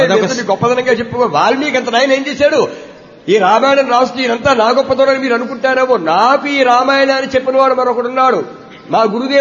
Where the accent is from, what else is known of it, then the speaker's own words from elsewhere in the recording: East Godavari district, Andhra Pradesh, India; మా స్వగ్రామం తూర్పుగోదావరి జిల్లా ఏడిద ప్రక్కనే మెండపాట